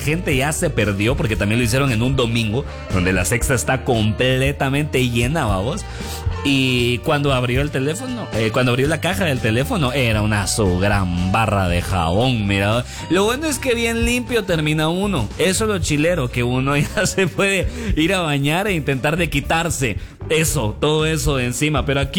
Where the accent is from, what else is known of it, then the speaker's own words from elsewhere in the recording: Guatemala; Y uno piensa lo peor, uno piensa lo peor como guatemalteco.